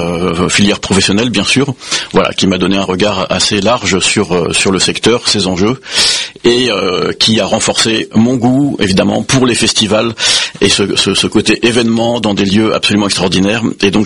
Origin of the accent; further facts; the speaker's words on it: Île-de-France, France; je viens du Val d'Oise et je le revendique.